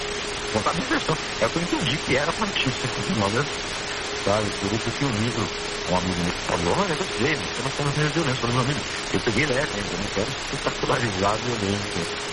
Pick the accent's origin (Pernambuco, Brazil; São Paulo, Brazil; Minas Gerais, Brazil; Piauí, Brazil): São Paulo, Brazil; Lorena; eu sou de Lorena, na perto de Paraty, em São Paulo mesmo, né? Pertinho de Paraty, uma hora e meia de Paraty.